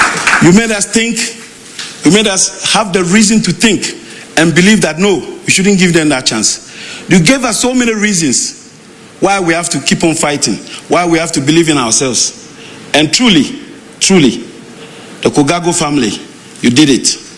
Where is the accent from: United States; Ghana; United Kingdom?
Ghana; I'm from Ghana